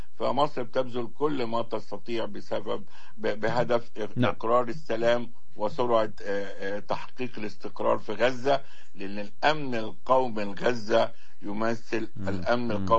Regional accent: Egypt; قاعدين عندنا مصر

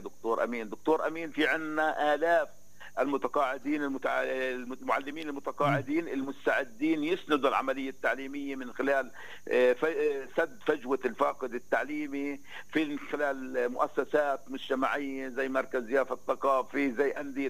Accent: Palestine; احنا دائما كفلسطينيين

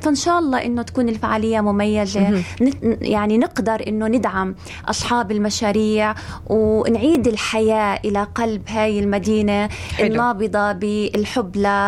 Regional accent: Palestine; إحنا كشعب فلسطيني مصرين على التمسك بتراثنا، تاريخنا وجذورنا اللي بتربطنا بهاي الأرض وبتزرعنا فيها

